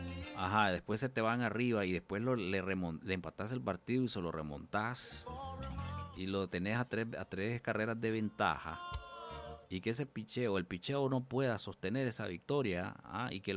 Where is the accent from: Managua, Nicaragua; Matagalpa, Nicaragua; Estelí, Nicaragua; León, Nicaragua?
Managua, Nicaragua; born there; yo soy de Managua. Yo nací en Managua